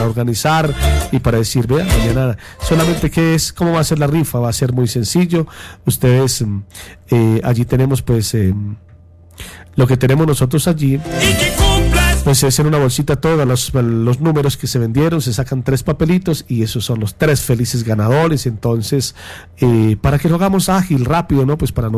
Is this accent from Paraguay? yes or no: no; Colombia